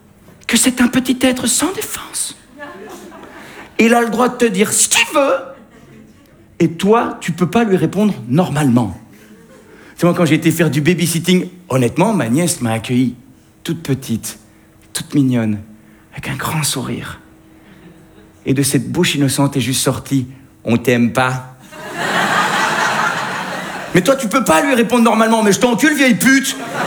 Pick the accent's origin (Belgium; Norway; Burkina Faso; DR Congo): Belgium